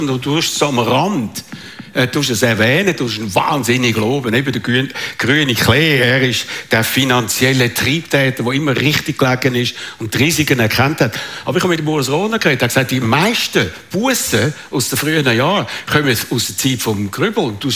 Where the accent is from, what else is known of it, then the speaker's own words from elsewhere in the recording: Switzerland; wir als Schweizer, das ist nicht ganz so emotional gewesen wie Swissair, aber fast.